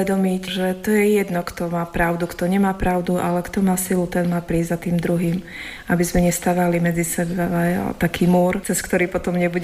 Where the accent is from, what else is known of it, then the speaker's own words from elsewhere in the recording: Banská Bystrica, Banská Bystrica Region, Slovakia; moved away; ja som z Banskej Bystrice, manžel je z Prešova.